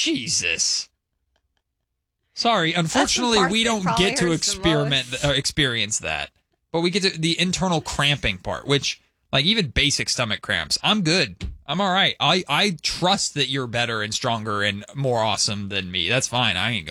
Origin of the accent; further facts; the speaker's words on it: California, United States; growing up in California